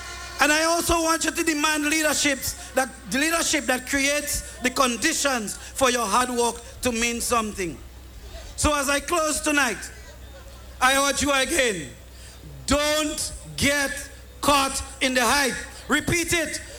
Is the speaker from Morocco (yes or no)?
no; Chantimel, Grenada; I am from Chantimel, proudly so too.